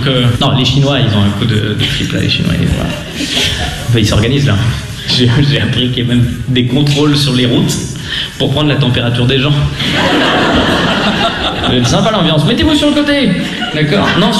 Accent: Lausanne, Vaud, Switzerland; Moi, je viens de Lausanne. Les girons, c'est pour les bouseux. Donc, à Lausanne, il n'y a pas de girons.

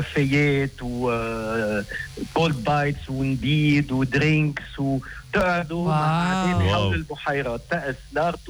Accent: Lebanon

